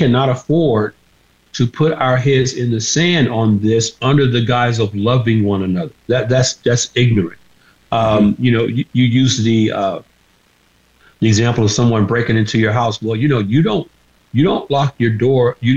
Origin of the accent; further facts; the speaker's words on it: Georgia, United States; You have in Georgia, my home state